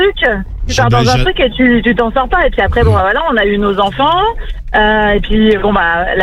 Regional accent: Chartres, Centre-Val de Loire, France; now in Dax, France; J'ai déménagé, j'étais de Chartres. Oui. Je vous écoute depuis l'âge de 16 ans, hein, parce que j'ai 42 ans aujourd'hui.

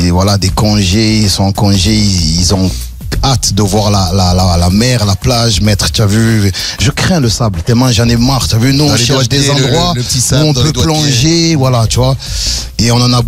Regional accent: Marseille, Provence-Alpes-Côte d'Azur, France; Ouais, sable, en tant que Marseillais, on se comprend.

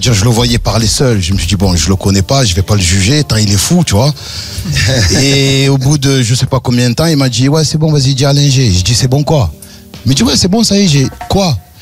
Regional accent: Marseille, Provence-Alpes-Côte d'Azur, France; Ouais, sable, en tant que Marseillais, on se comprend.

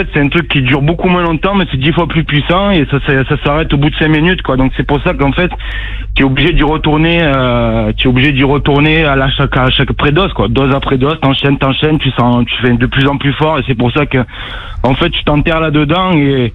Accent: Provence-Alpes-Côte d'Azur, France; que moi je suis du Vaucluse, mais en fait j'ai fallu que je coupe tout, quoi.

